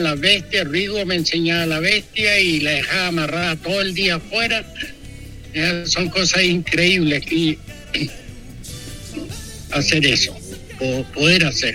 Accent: Longaví, Maule, Chile; born or raised there; now in Indianapolis, United States

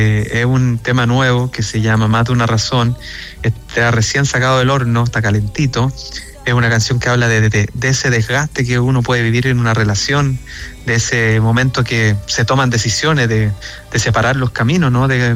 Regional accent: Graneros, O'Higgins, Chile; now in Santiago, Chile; Yo soy oriundo y criado en Granero City

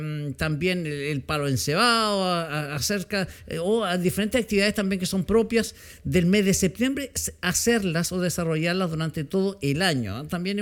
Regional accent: Chile; cuando septiembre llega, todos somos rotos chilenos.

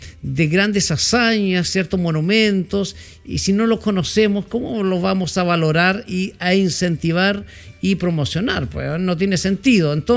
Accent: Chile; Para nosotros, como chilenos, es un temblor.

